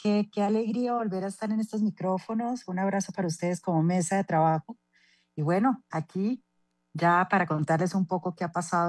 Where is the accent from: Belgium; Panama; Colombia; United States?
Colombia